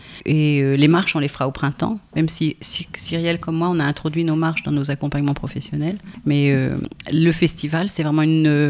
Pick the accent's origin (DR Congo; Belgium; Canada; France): France; Centre-Val de Loire; soit du sud, l'Auchois d'où je viens moi